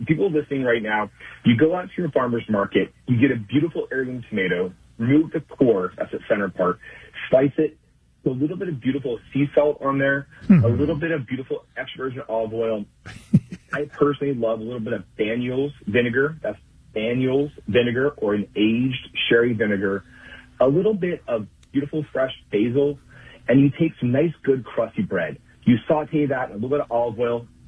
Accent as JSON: {"language": "English", "region": "California", "country": "United States", "said": "I'm from Sonoma County, so I'm going to humbly say a Sauvignon Blanc is beautiful with this"}